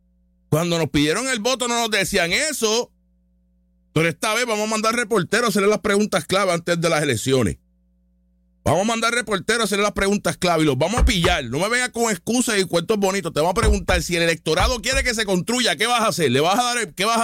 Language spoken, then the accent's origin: Spanish; Puerto Rico